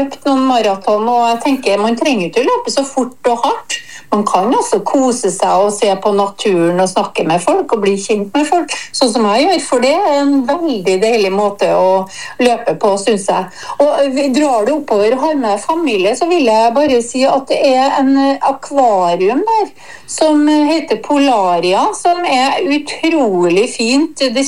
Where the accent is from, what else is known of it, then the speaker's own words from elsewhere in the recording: Trøndelag, Norway; du vet jeg er trønder.